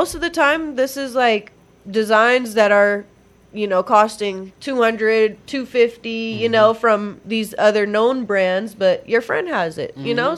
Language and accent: English; Ontario, California, United States; I'm from Ontario, so I mean, you know. Shout out Creekview. Shout out Gracie Oakley. Shout out Colony.